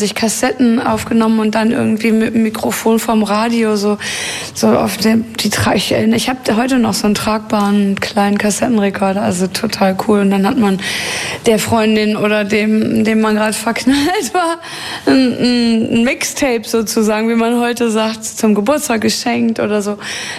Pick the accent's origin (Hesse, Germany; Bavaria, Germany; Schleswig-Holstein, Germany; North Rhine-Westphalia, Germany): North Rhine-Westphalia, Germany; Hagen; Und zwar war das in meiner Heimatstadt in Hagen in einem Jugendheim.